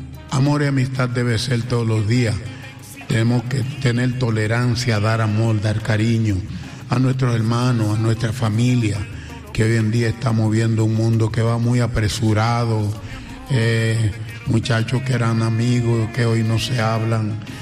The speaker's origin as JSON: {"language": "Spanish", "region": "Barahona", "country": "Dominican Republic", "tie": "born there", "said": "a donde yo nací, en Barahona, República Dominicana"}